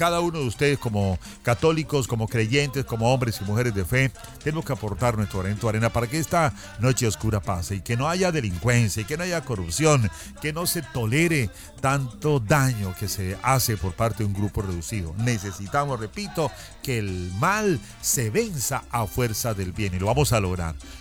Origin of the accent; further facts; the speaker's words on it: Colombia; Los colombianos somos hermosos porque somos obra de Dios.